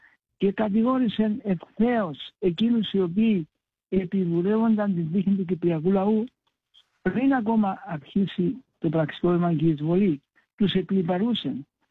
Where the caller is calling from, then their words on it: Cyprus